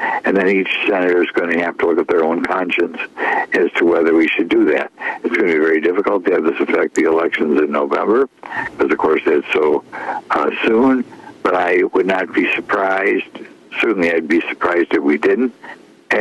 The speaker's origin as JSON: {"language": "English", "region": "Wisconsin", "country": "United States", "said": "I'm from Wisconsin, so I'm only a little bit prejudiced"}